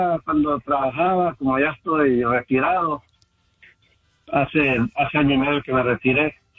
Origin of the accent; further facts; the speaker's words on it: Zapotitlán, Jalisco, Mexico; now in Rialto, United States; Pero soy de Zapotitlán, de Hidalgo, Jalisco.